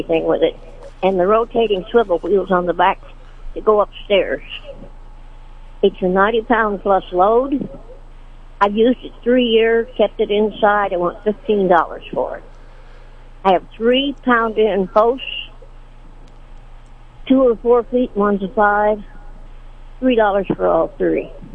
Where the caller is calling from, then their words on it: Sedalia, Missouri, United States; I'm calling from Sedalia